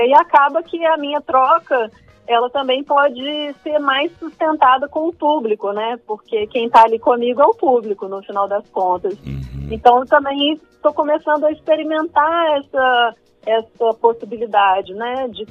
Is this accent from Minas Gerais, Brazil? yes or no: yes; Minas Gerais, Brazil; now in Rio de Janeiro, Brazil; eu sou mineira também, ela é minha conterrânea